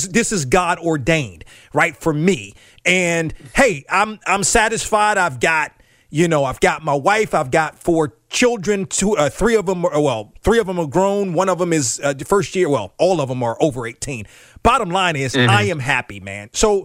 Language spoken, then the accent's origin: English; District of Columbia, United States; moved away as an adult; now in North Carolina, United States; Listen, I am originally from the Washington area. I come down here to North Carolina in 1999.